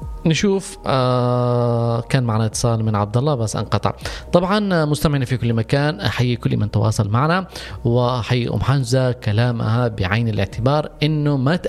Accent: Yemen; نحن للأسف في اليمن

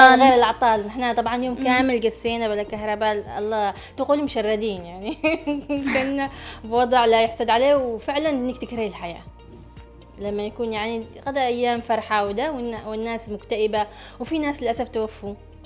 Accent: Yemen; عندنا في اليمن

